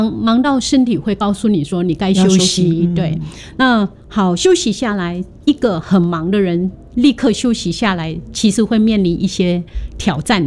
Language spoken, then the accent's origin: Chinese; Japan; Chinese is a second language; now in Taiwan; 那听众可能不知道漆艺就是我们日本人最喜欢用的漆具，是很漂亮的